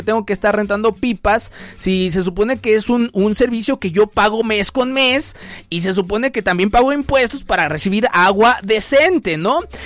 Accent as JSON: {"language": "Spanish", "town": "León", "region": "Guanajuato", "country": "Mexico", "said": "De nosotros también, como leoneses, como guanajuatenses, como mexicanos"}